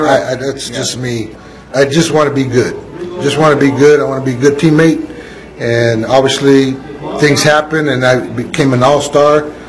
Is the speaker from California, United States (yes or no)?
yes; Stockton, California, United States; Well, I think everybody knows Stockton, right? Stockton, California, the 209 area.